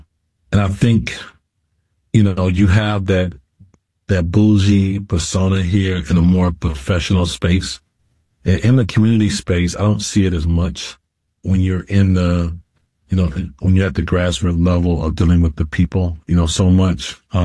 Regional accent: East Chicago, Indiana, United States; moved away as an adult; also born or lived in Kansas City; now in Twin Cities, United States; I was a transplant from Kansas City. I grew up in East Chicago, Indiana. And when I moved here, I was married at the time and I had one child.

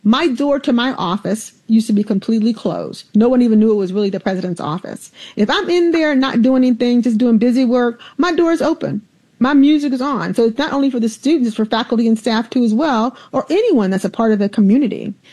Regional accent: Alabama, United States; with that just fifth grade education back then and growing up in Alabama.

